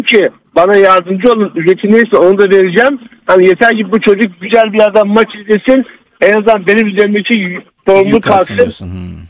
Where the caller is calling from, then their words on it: Istanbul, Turkey; ben İstanbul'dan.